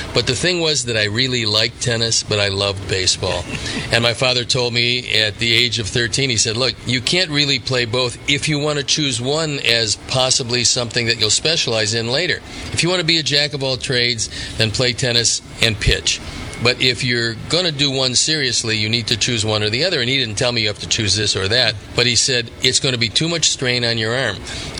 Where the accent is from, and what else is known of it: South Euclid, Ohio, United States; born or raised there; moved away